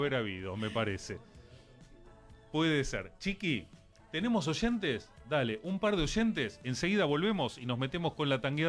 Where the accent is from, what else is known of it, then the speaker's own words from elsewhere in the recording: Buenos Aires, Argentina; Yo soy de Lugano, Capital Federal.